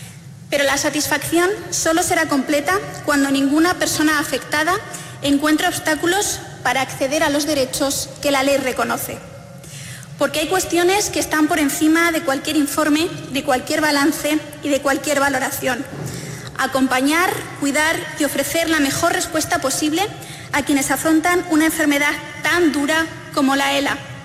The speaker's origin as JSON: {"language": "Spanish", "region": "La Rioja", "country": "Spain", "said": "es un orgullo como riojanos comprobar que nuestra comunidad se sitúa entre las regiones con mayor nivel de avance."}